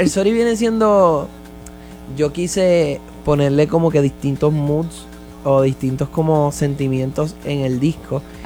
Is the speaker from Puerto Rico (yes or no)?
yes; Puerto Rico; Pero es porque yo soy de Puerto Rico y en Puerto Rico hace mucho calor.